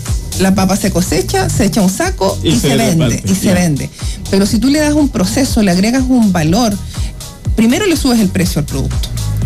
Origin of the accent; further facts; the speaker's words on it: Cañete, Biobío, Chile; yo que soy de Cañete toda mi vida